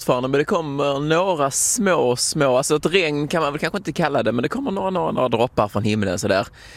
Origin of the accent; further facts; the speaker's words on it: Sweden; jag är svensk.